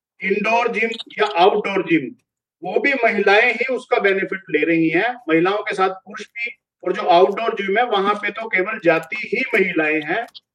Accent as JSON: {"language": "Hindi", "region": "Haryana", "country": "India"}